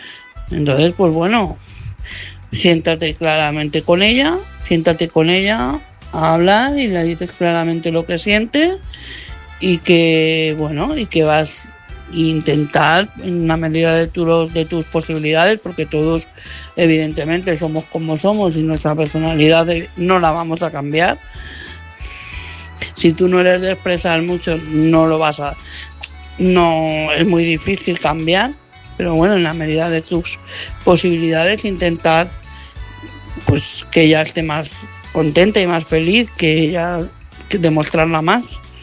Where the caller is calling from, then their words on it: Madrid, Community of Madrid, Spain; de Madrid.